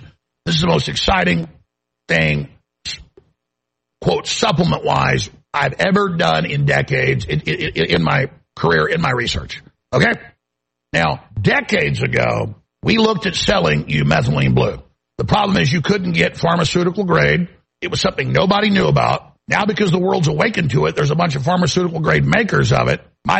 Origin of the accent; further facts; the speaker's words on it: United States; I'm an American.